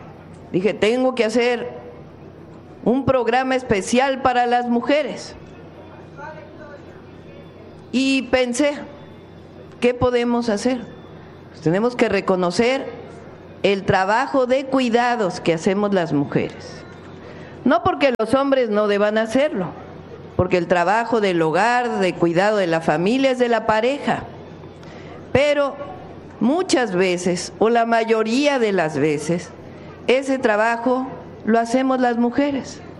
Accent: Mexico; Esas somos las mujeres mexicanas.

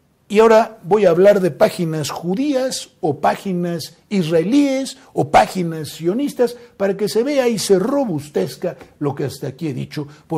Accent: Mexico; Soy un mexicano.

